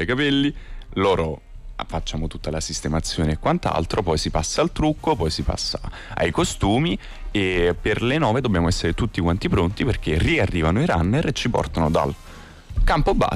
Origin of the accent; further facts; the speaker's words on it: Naples, Campania, Italy; Io sono originario di Napoli.